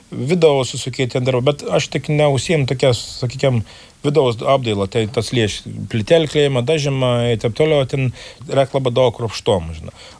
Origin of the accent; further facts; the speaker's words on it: Viekšniai, Telšiai County, Lithuania; esam Viekšnius, kadangi aš sakau, aš esu Viekšniškis ir aš kaip, nu, sakau visiems ir sakau, aš iš Viekšnių